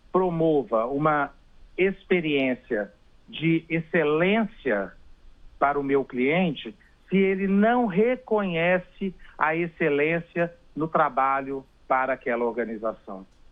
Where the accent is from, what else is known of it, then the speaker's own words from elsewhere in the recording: Belo Horizonte, Minas Gerais, Brazil; now in São Paulo, Brazil; Olha, eu estou agora aqui em São Paulo, eu sou de Belo Horizonte, né?